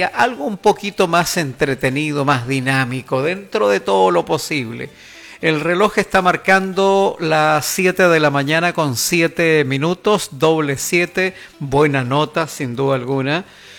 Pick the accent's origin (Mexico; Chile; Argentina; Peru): Chile; somos chilenos todo el año.